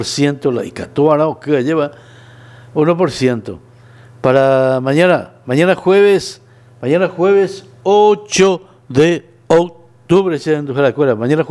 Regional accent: Paraguay; me gusta la polca, como paraguayo

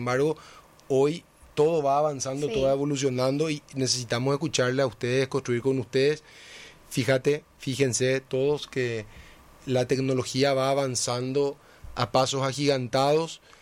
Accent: Encarnación, Itapúa, Paraguay; cuando tuve 16 y 17 años en Encarnación, mi ciudad natal

